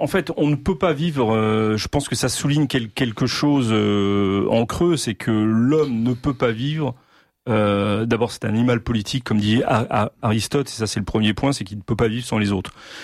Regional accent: Normandy, France; moved away

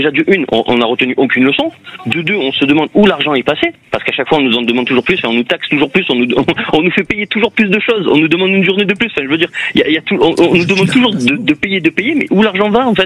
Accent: Marseille, Provence-Alpes-Côte d'Azur, France

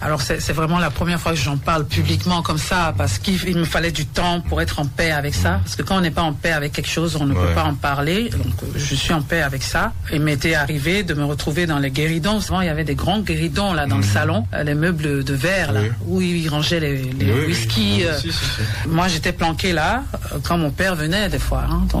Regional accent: Cotonou, Littoral, Benin; born there; also born or lived in Nigeria / Abuja, Nigeria; Je me retrouve à Saint-Jean, à Romain-Légbé-Sivon-Mais. Moi, j'ai grandi là-bas.

